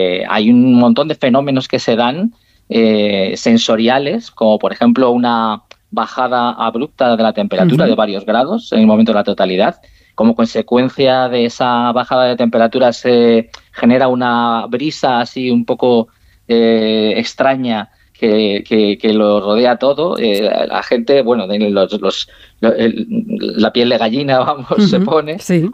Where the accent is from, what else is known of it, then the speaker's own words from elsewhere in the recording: Turmiel, Castilla-La Mancha, Spain; Bueno, yo en mi pueblo, como te decía antes